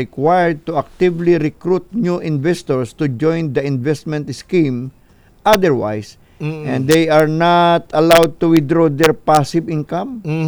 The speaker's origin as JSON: {"language": "Tagalog", "area": "Quezon", "region": "Calabarzon", "country": "Philippines", "said": "Tagalog kami ni attorney. Taga Quezon kami."}